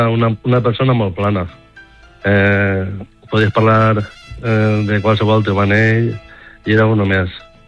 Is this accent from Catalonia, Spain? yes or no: no; L'Alcúdia, Valencian Community, Spain; I jo soc de l'Alcúdia.